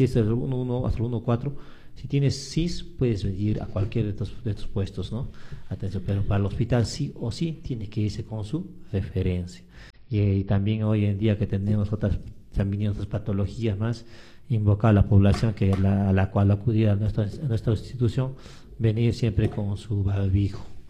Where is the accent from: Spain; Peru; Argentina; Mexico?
Mexico; nuestros paisanos, porque también soy mexicano, ¿no?